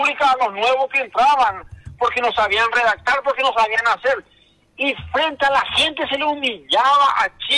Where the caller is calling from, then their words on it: Paraguay; somos los paraguayos